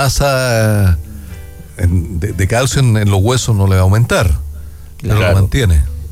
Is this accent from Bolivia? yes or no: no; Chile; aquí yo creo que así como vamos en Chile, también vamos a quedar chiquititos.